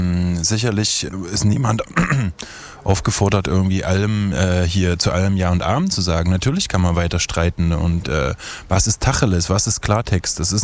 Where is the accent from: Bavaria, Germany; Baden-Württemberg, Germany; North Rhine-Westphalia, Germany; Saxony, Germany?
Saxony, Germany; Chemnitz; denn dazu zu sagen habe als Chemnitzer und so weiter.